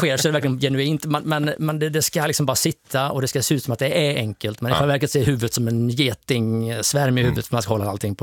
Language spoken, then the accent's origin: Swedish; Västra Götaland County, Sweden; accent: Sjuhäradsbygden dialect; Det är den dialekten som vi har hemma i vår by där jag kommer ifrån. Pratar vi på detta viset.